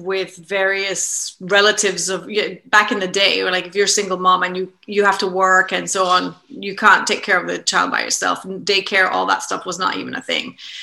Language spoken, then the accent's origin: English; London, United Kingdom; born there; moved away as an adult; also born or lived in South Florida, United States / Washington DC, United States; I was born here in London, which is where I am now. I'll go back to the childhood piece, but I left here when I was 18 and moved to America in 1987. And I started off in South Florida and then went to college.